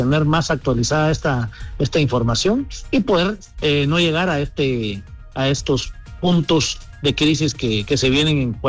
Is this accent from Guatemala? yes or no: yes; Guatemala